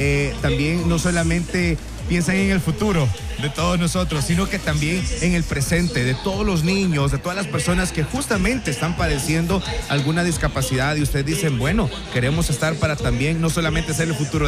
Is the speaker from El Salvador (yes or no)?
yes; El Salvador; hay que unirnos como salvadoreños